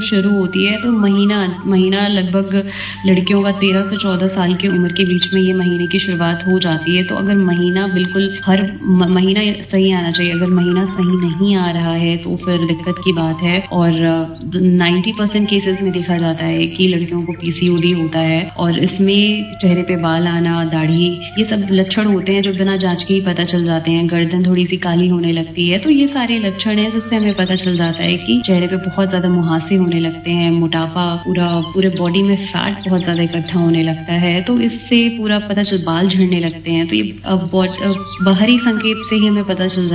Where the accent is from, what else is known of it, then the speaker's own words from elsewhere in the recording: Lucknow, Uttar Pradesh, India; और मैं लखनऊ से हूँ